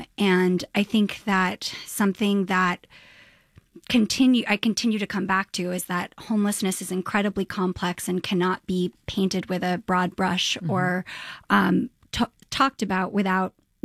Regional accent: New York, United States; I was born in 1988 in St. Vincent's Hospital, which is no longer a hospital, is closed, is now luxury condos.

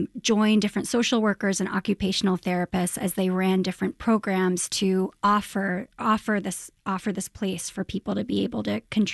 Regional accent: New York, United States; I mean, I was born in 1988 in St. Vincent's Hospital, which is no longer a hospital.

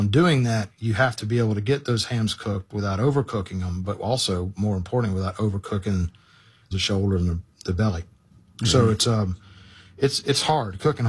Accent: Memphis, Tennessee, United States; born there; I was born in Memphis.

